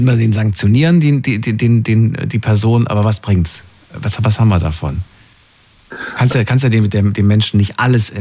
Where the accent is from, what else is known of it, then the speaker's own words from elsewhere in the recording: Thuringia, Germany; born there; Ich bin in Thüringen geboren, das war früher so.